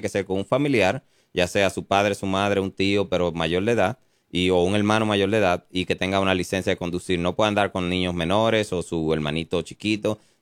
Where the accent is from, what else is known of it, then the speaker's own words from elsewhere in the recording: Dominican Republic; me reconocen por mi acento.